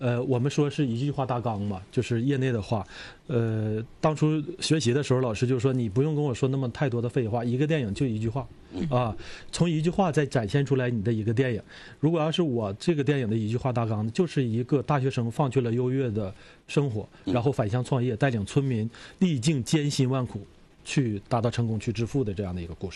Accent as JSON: {"language": "Chinese", "town": "Gongzhuling", "region": "Jilin", "country": "China", "tie": "born or raised there", "moved": "yes", "said": "家乡的玉米这么好，公主岭被称为中国玉米之乡，"}